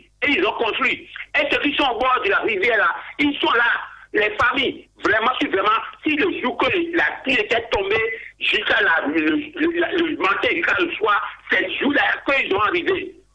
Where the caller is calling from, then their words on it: Ouidah, Atlantique, Benin; Je vous appelle de Ouida